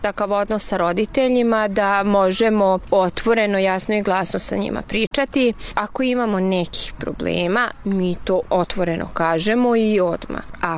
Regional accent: Vojvodina, Serbia; first language Hungarian; Serbian is a second language; now in Hungary; Ja sam Mađarica iz Vojvodine. Moj maternji jezik je mađarski, ali govorim srpski jezik kao tamo kod nas jezik sredine.

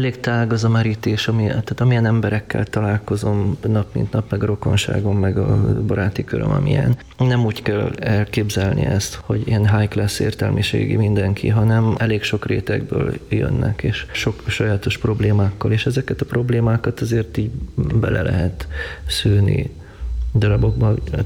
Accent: Romania; Végülis egy kellemes környezetben nőttem fel, mindig ott volt a humor.

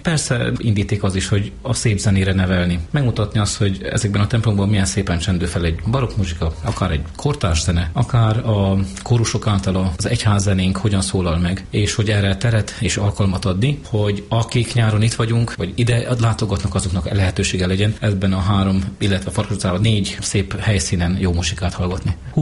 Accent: Brașov, Brașov County, Romania; now in Cluj-Napoca, Romania; mert szülővárosomból jöttek, arról az egyetemről én is tanultam valamikor.

